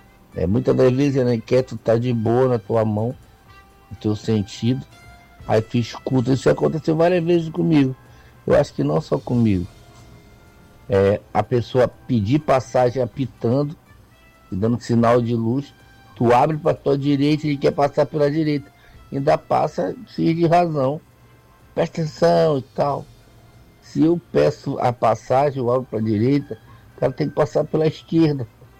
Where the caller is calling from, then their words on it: Alenquer, Pará, Brazil; Sou de Alenquer, não estou em Alenquer no momento.